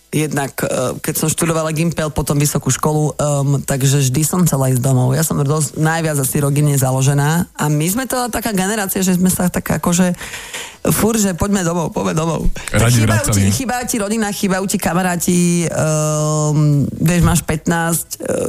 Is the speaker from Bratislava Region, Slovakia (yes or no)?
yes; Bratislava, Bratislava Region, Slovakia; Nežijem Petržalke, ale som z Petržalky, hej.